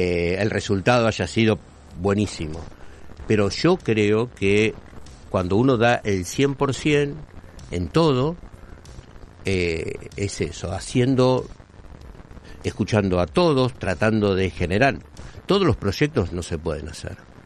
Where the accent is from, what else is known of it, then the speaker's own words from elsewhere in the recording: Campana, Buenos Aires Province, Argentina; born there; Son más los que son de afuera que los que nacimos ahí.